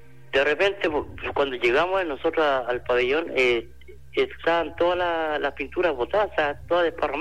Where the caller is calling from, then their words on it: Rancagua, O'Higgins, Chile; yo soy de Carrancagua.